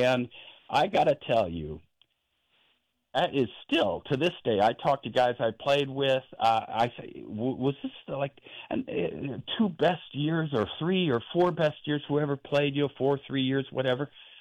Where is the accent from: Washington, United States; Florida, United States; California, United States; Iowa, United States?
California, United States; East Bay; I grew up in Northern California, East Bay.